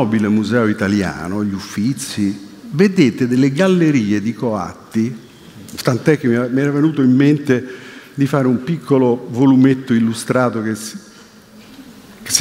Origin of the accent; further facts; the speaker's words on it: Rome, Lazio, Italy; Io che sono nato e vissuto a Roma e ho a lungo insegnato in istituti tecnici di periferia e poi per quasi 30 anni in carcere, so cosa sono i coatti romani.